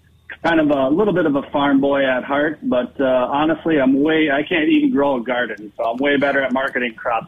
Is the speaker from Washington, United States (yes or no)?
no; Minnesota, United States; I grew up in central Minnesota. I'm currently living in Becker, Minnesota. We're potato farming around here.